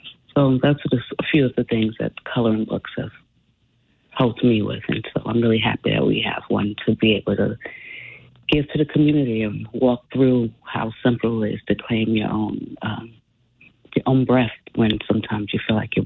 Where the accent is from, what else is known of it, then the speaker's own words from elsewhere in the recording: New York City, New York, United States; because so many people we grew up with in New York ended up in Rikers